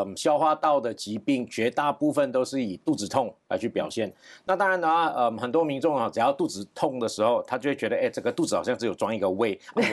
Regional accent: Malaysia; 那我出生地的话是在马来西亚，所以在马来西亚长大。

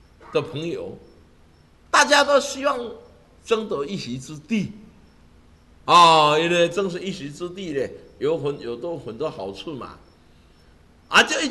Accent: Taiwan

